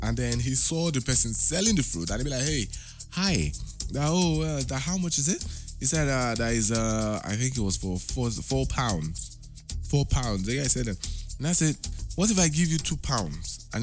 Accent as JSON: {"language": "English", "country": "Nigeria", "moved": "yes", "lives_now": "United Kingdom", "said": "I mean, we are Nigerian."}